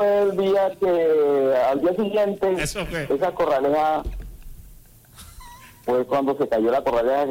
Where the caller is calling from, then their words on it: Maicao, La Guajira, Colombia; Yo soy de Maicao, Guajira